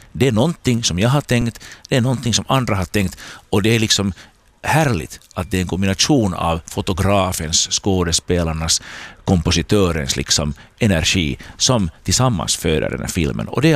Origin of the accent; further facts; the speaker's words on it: Porvoo, Uusimaa, Finland; När jag var tonåring här i Borgå, gick i Strömborska, så kunde det ta 1, 2, kanske 3 år innan jag såg en film.